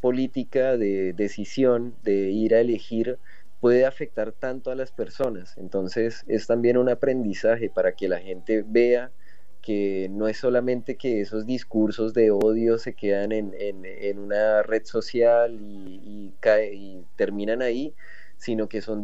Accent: Colombia; now in La Plata, Argentina

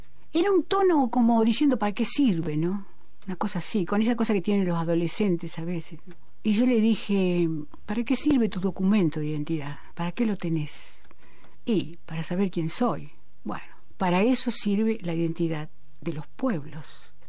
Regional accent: Argentina; la que nos expresa como argentinos en el concierto de los pueblos

